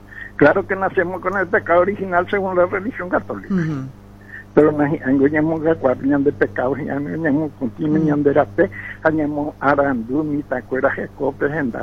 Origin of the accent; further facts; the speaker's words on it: Paraguay; ¿Por qué soy paraguayo?